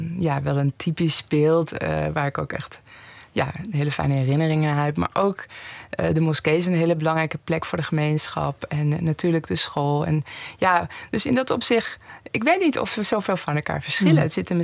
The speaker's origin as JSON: {"language": "Dutch", "town": "Tehran", "region": "Tehran Province", "country": "Iran", "moved": "yes", "lives_now": "Netherlands", "said": "Ik had nog nooit in een kleine gemeenschap gewoond. Ik kom zelf uit Teheran, ik heb altijd in grote steden gewoond."}